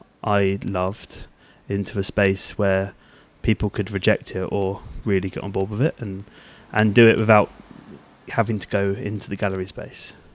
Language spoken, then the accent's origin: English; Hastings, South East England, United Kingdom; I think like I grew up in Hastings and. I'd never went to the local institutions growing up.